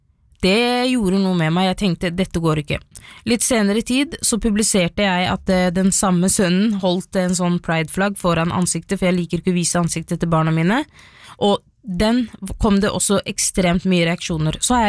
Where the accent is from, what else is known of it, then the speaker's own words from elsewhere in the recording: Somalia; now in Norway; Jeg kan ikke gå i kort bukse eller skjørt på Grønland når folk vet at jeg er somalier.